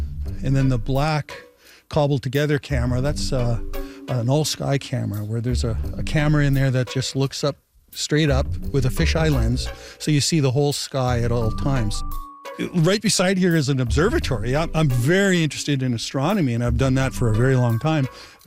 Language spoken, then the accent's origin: English; Winnipeg, Manitoba, Canada; now in Gimli, Canada; Oh, yeah, it's a great community. I'm from Winnipeg.